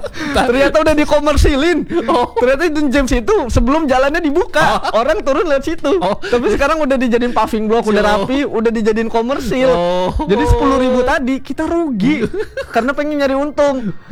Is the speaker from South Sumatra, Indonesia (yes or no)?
no; Jakarta, Indonesia; now in Denpasar, Indonesia; kalau aku kan dari Jakarta nih teman pro 2 ya, merantau ke Denpasar.